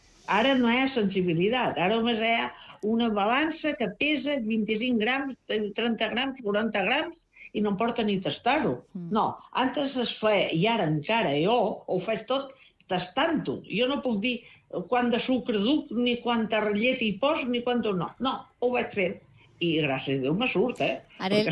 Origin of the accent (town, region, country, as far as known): Balearic Islands, Spain